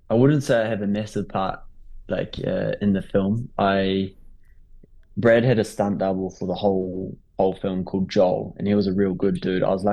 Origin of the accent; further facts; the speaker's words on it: Okere Falls, Bay of Plenty, New Zealand; I grew up in Aukiri Falls, a small town out of Rotorua.